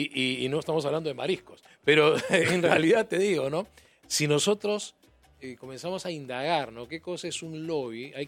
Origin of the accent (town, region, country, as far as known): Talara, Piura, Peru; born there